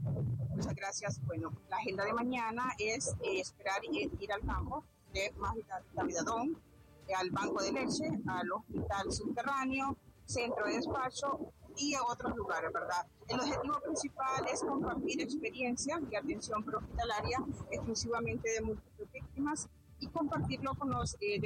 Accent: Honduras; nosotros como hondureños

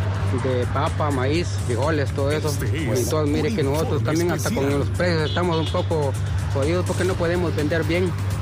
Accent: La Esperanza, Intibucá, Honduras; De la Esperanza en Tunja.

